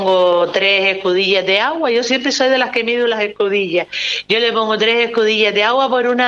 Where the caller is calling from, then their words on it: Gáldar, Canary Islands, Spain; Soy de Galda, por ejemplo, en Caidero de Galda